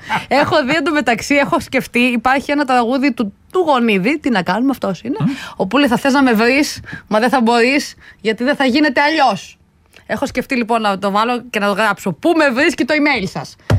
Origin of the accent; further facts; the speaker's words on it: Krestena, Western Greece, Greece; Δεν θα πάω τώρα στο χωριό μου Κώστα, στο πανηγύρι στα Κρέστενα.